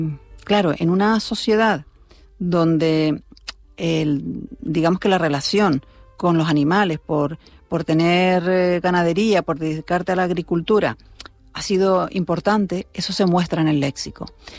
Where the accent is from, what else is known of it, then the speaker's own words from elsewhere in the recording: El Hierro, Canary Islands, Spain; Solo se espescusa en el Hierro, porque en otros sitios se curiosea, se pregunta, se investiga, se indaga, pero nosotros espescusamos.